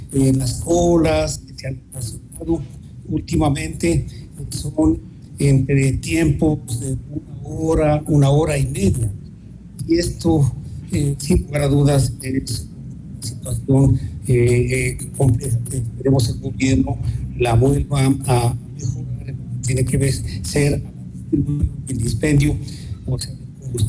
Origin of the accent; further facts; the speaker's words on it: Ecuador; que nos deja preocupados a todos los ecuatorianos